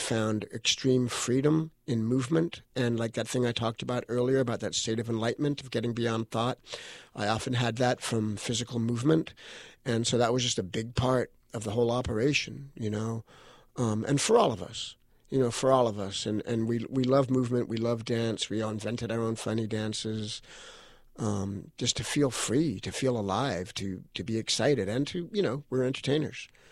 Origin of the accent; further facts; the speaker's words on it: Hollywood, California, United States; But we grew up in Hollywood. We ran around on the streets in Hollywood. We were so used to, I lived in West Hollywood where it was nothing.